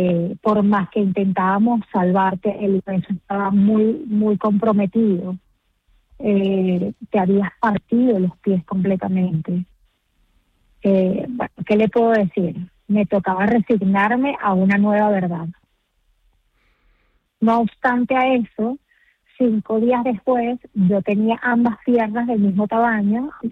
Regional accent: La Guaira, Venezuela; en La Guaira, en mi país, en mi pueblo

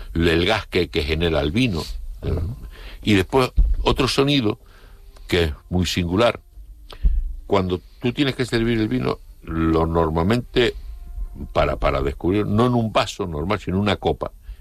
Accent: Canary Islands, Spain

